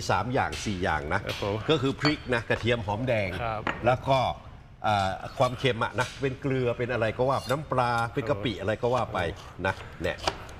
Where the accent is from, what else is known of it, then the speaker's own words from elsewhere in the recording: Northern Thailand, Thailand; ภาคเหนือบ้านผมเนี่ยใช้ทำอะไรรู้ป่ะอาบน้ำ